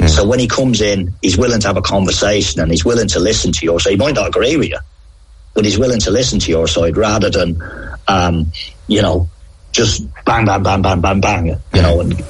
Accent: Ireland; How I was brought up in Ireland, the biggest thing for me as a boy was everybody called my dad Paddy

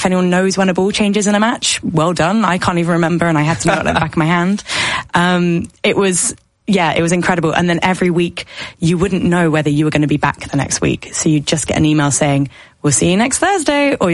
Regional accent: Wimbledon, London, United Kingdom; So I grew up around Wimbledon and I got to train and I got selected.

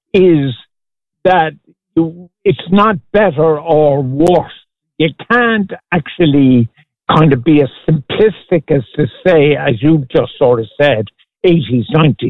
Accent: Cork, Munster, Ireland; now in Foxrock, Ireland; Those 20 years I spent in that house growing up in Cork were happy. Am I happier now in Leafy Fox Rock?

